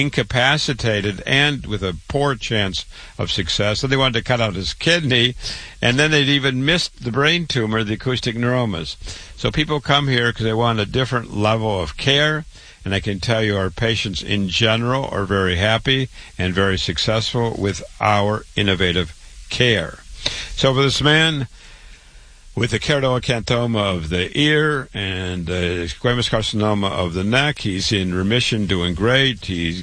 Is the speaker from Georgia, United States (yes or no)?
no; Waterloo, Iowa, United States; born or raised there